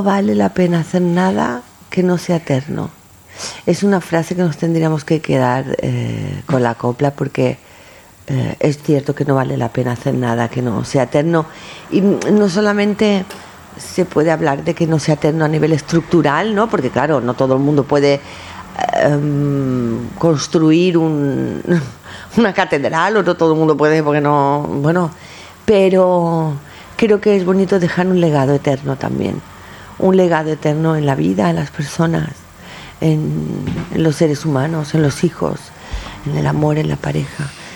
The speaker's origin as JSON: {"language": "Spanish", "town": "Mahón", "region": "Balearic Islands", "country": "Spain", "tie": "born or raised there"}